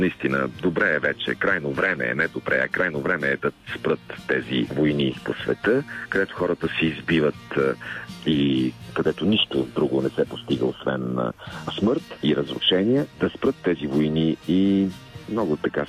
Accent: Botevgrad, Sofia Province, Bulgaria; едни мои приятели от Ботевград, от родния ми град

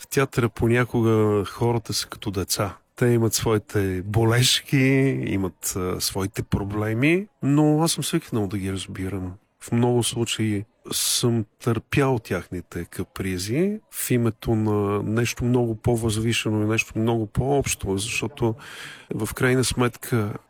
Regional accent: Lovech, Lovech Province, Bulgaria; born or raised there

